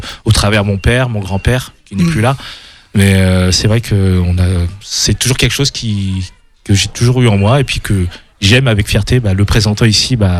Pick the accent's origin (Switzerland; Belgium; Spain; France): France; Mais c'est vrai que comme j'ai grandi en France